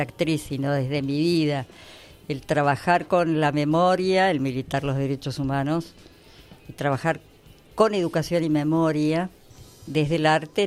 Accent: La Plata, Buenos Aires Province, Argentina; also born or lived in Cañada de Gómez; Cañada de Gómez y después ya nos instalamos en la ciudad de La Plata. Que yo digo, si me preguntan de dónde sos, soy platense.

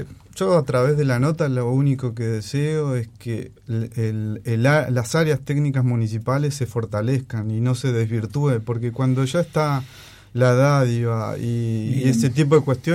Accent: Ushuaia, Tierra del Fuego, Argentina; born there; also born or lived in Córdoba; Desde muy pequeño, yo me crié en Ushuaia, vivo desde los 11 años

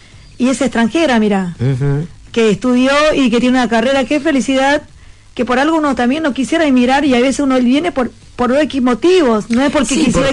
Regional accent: Bolivia; now in Argentina; Yo también soy de Bolivia, no hablo quechua. Pero aprendí con el tiempo, con la gente que me rodea, aprendí quechua.

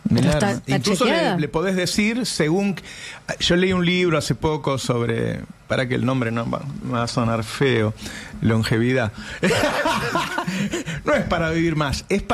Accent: Galicia, Spain; Quiero, yo soy gallego, ¿sabes?

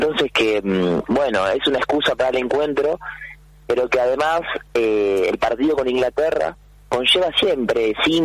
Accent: Argentina; soy argentino

